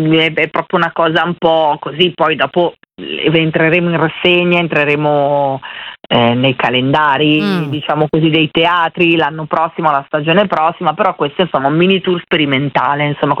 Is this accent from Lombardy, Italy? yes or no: yes; Pioltello, Lombardy, Italy; No, io sono proprio di Pioltello e quindi sono così semplice senza H, ciao.